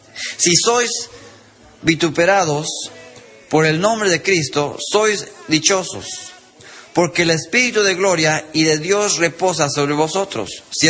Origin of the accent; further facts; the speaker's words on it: United States; nosotros como americanos aquí